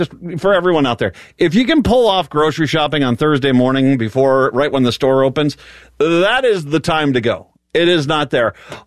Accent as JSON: {"language": "English", "region": "East Coast", "country": "United States", "tie": "born or raised there", "said": "I grew up on the East Coast. Lamb, we used to have lamb all the time."}